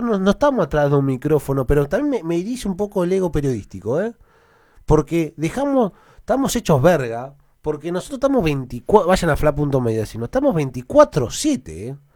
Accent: Argentina; Porque soy argentino.

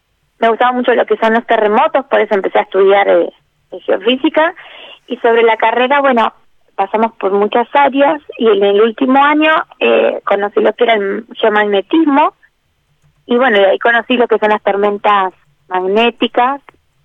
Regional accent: Bahía Blanca, Buenos Aires Province, Argentina; Toda mi vida en Pacífico, Barrio Pacífico.

